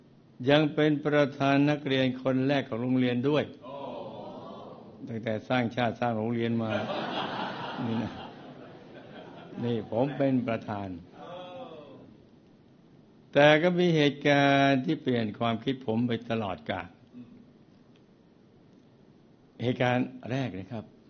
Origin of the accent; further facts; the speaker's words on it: Yasothon, Thailand; born there; พอเกิดมาได้1ปีหมู่บ้านที่อยู่ก็แยกไปเลยนี่จ้าตั้งขึ้นเป็นจังหวัดยโสธรนี่คนนี้เนาะเกิดมาเพราะการนี้เลย